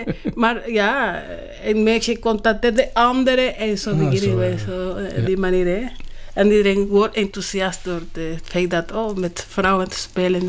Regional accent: Santiago de Cuba, Cuba; Dutch is a second language; now in Belgium; Ja, ik ben in Santiago de Cuba geboren en getogen.

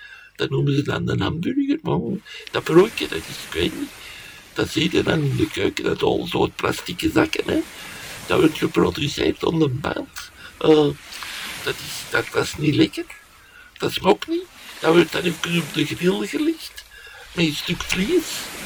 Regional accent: Belgium; als Belg moet je maar geen slechte frieten serveren.

